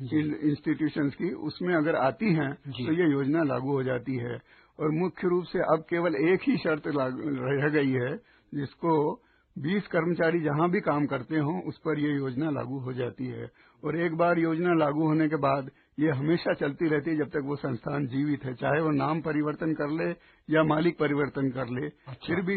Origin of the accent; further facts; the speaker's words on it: Dhamnod, Madhya Pradesh, India; मैं मूल रूप से धामनोद जिला धार का निवासी हूँ। मेरा जन्म 1936 में हुआ, उस समय धार राज्य था।